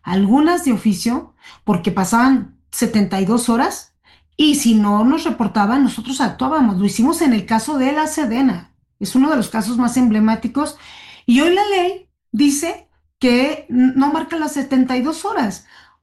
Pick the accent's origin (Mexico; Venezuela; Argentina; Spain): Mexico; no somos tontos los mexicanos